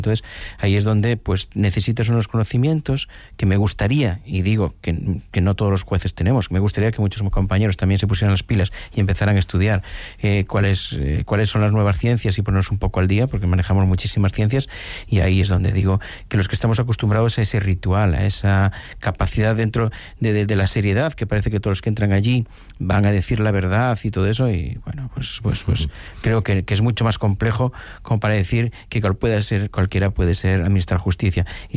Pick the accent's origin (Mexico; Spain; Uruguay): Spain; Galicia; Yo soy gallego, aquí cualquier anciano de mi, bueno, cualquier anciana de mi pueblo te dice enseguida lo que tienes según lo que haces.